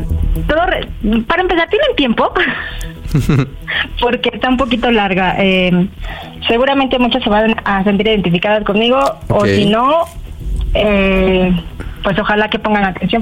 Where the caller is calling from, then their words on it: State of Mexico, Mexico; Yo tengo 31 años y bueno, soy del Estado de México.